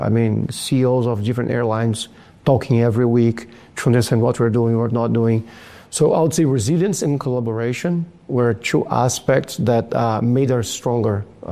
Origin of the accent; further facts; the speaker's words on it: Brazil; English is a second language; now in Abu Dhabi, United Arab Emirates; I traveled to my home country in Brazil for a board meeting that I had.